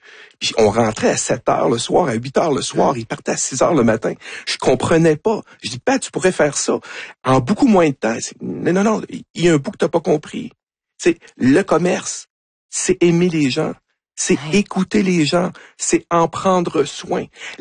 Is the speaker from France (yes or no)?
no; Quebec, Canada